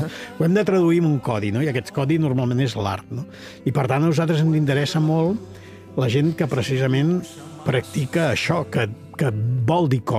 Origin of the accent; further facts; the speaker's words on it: Catalonia, Spain; Sant Jaume de Frontanyà, la meva comarca